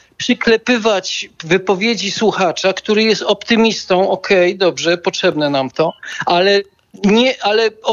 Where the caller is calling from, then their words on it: Lesser Poland, Poland; ja dzwonię z Małopolski